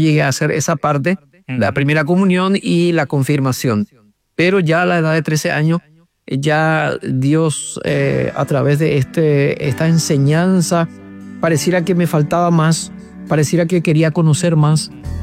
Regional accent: San Pedro, Paraguay; Yo nací en el departamento de San Pedro, sería en este caso. Nací, soy paraguayo, casado con una sola esposa.

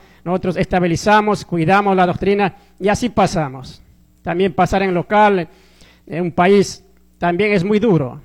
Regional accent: Ecuador; mi Ecuador

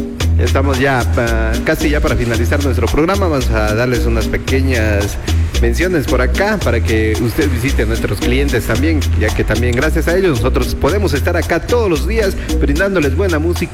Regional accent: Ecuador; Somos buenos ecuatorianos

